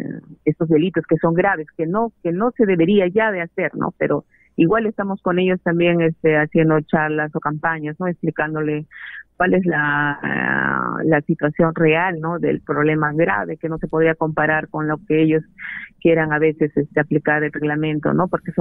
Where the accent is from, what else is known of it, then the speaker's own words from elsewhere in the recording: Puno, Peru; born there; now in Cusco, Peru; Yo soy de la ciudad de Puno, nací allá, estoy en el Cusco, trabajaba allá también como fiscal en el Cusco.